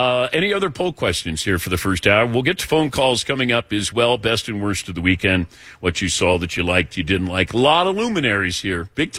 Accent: Cincinnati, Ohio, United States; I'm from Cincinnati.

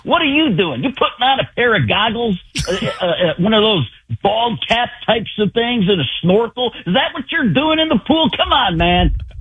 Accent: Waukesha, Wisconsin, United States; That all happened in Burlington, Wisconsin, and I grew up in Waukesha. That's like, you know, just a little bit down the road.

